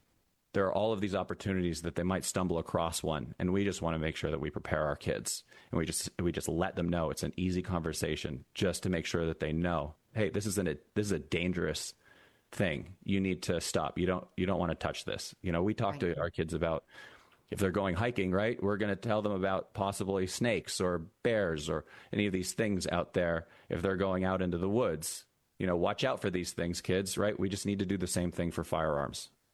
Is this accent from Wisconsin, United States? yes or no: no; Massachusetts, United States; I come from Massachusetts myself. I was raised in Massachusetts.